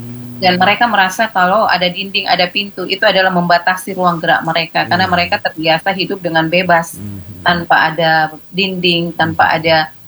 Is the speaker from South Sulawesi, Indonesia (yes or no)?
yes; South Sulawesi, Indonesia; Seperti dalam kalau kita Bugis Makassar seperti bahasa-bahasa yang ada dalam manuskrip lontara.